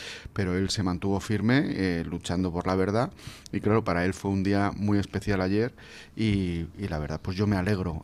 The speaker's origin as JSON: {"language": "Spanish", "town": "Madrid", "region": "Community of Madrid", "country": "Spain", "said": "Yo soy del Atleti. Yo soy de Madrid, pero bueno, ¿qué vamos a hacer?"}